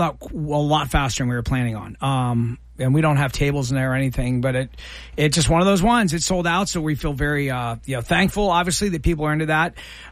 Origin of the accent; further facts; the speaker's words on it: Columbus, Ohio, United States; I mean, our first producer, I mean, you know, we grew up in Columbus.